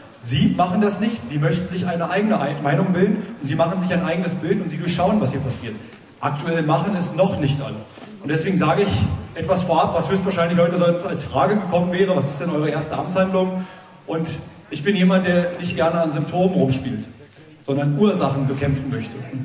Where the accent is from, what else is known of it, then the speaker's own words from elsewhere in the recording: Tangermünde, Saxony-Anhalt, Germany; Ich bin Altmärker, ich komme aus Tangermünde.